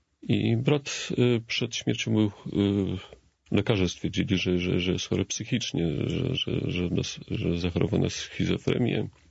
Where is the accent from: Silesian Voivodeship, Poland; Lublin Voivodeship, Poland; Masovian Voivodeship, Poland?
Lublin Voivodeship, Poland; Chociaż wychowałem się niedaleko, w niedużej odległości od Krasnobrodu.